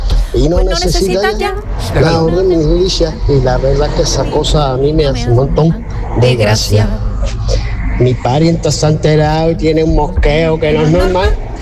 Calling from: Cádiz, Andalusia, Spain; Buenos días, programa de Revolú, desde Cádiz.

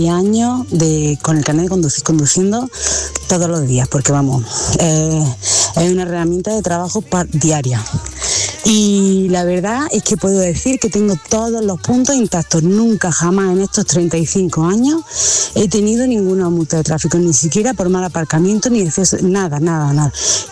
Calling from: Almería, Andalusia, Spain; Buenos días … desde Almería.

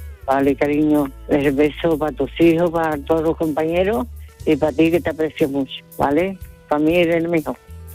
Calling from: Seville, Andalusia, Spain; del Tiro de Línea, de la barriada de Tiro de Línea, y de Sevilla.

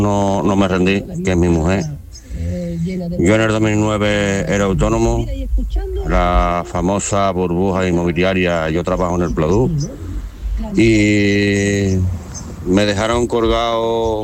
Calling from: Seville, Andalusia, Spain; del Cerro del Águila.

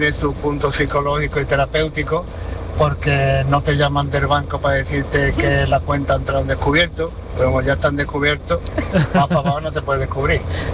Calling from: Málaga, Andalusia, Spain; de Málaga.

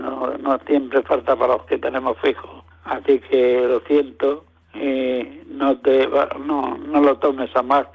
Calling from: Almuñécar, Andalusia, Spain; de Almuñécar.

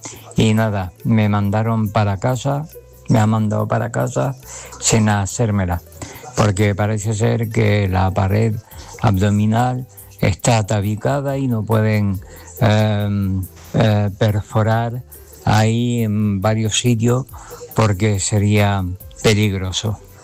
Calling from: Grazalema, Andalusia, Spain; de Grazalema.

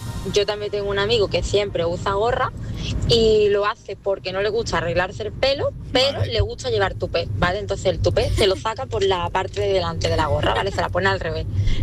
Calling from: Málaga, Andalusia, Spain; de Málaga.

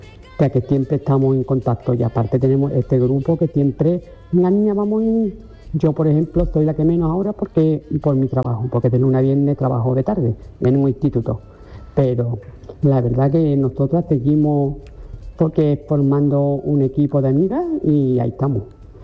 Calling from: Ronda, Andalusia, Spain

